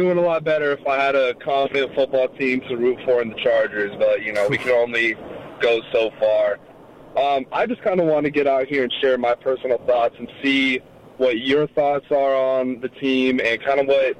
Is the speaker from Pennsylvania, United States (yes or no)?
no; San Diego, California, United States; I'm from San Diego